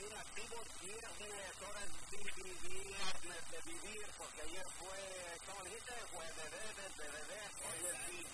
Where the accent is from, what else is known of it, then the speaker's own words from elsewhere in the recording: Mexico; como somos los mexicanos buenos para poner sobrenombres